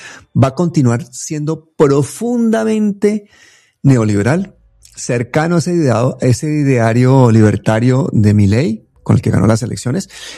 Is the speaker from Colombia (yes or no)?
yes; Colombia; nuestra posición en este momento como pueblo colombiano